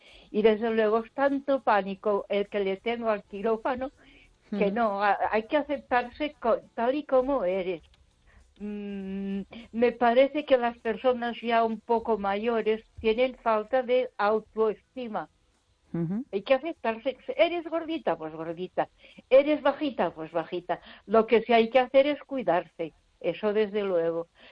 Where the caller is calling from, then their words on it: Ponferrada, Castile and León, Spain; de Ponferrada.